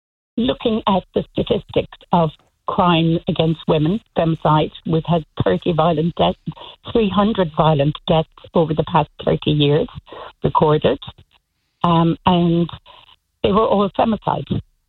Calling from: Ireland

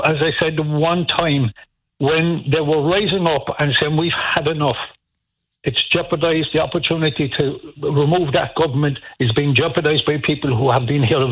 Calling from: Ireland

